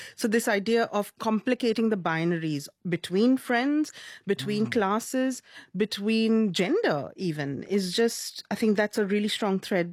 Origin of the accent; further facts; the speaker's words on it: India; Growing up in India, we had a very different 80s